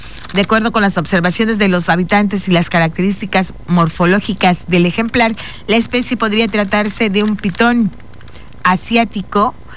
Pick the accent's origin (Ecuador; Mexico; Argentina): Mexico; Oaxaca; now in Quintana Roo, Mexico; soy de Oaxaca